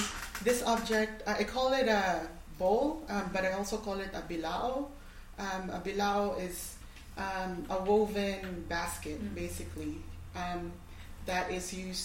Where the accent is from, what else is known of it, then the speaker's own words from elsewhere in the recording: Philippines; and so I come from the Tagalog people, which is not where the instruments are from.